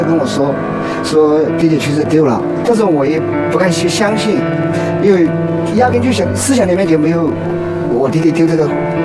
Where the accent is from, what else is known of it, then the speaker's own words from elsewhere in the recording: Guizhou, China; 我来自贵州。